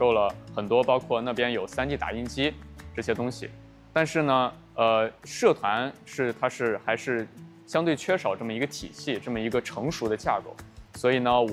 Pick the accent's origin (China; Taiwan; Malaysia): China; Shaanxi; 因为首先是个人，我是陕西的考生，对，然后第一次来到南方生活